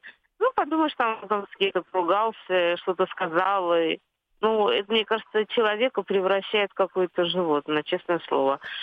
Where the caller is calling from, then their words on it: Saint Petersburg, Russia; я из Санкт-Петербурга.